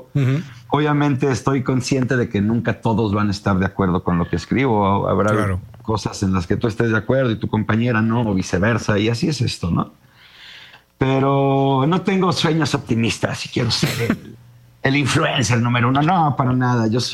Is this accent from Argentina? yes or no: no; Mexico